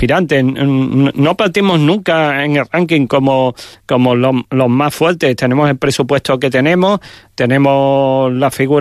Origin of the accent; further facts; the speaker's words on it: Extremadura, Spain; nuestros paisanos de Badajoz, paisanos de nuestra región